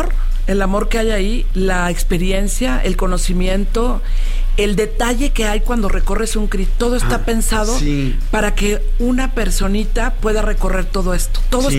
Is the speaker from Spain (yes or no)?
no; Mexico City, Mexico; No, yo soy aquí de Ciudad de México.